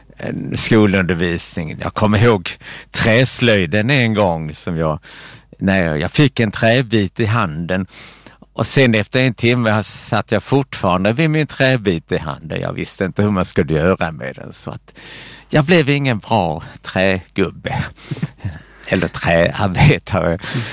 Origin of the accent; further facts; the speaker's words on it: Skövde, Västra Götaland County, Sweden; also born or lived in Trosa; Och sen får min pappa jobb i Västergötland, i Skövde. Vi kom 1957, om jag kommer ihåg rätt. Och där växte jag upp och går i skolan. På Eriksdalsskolan i Skövde.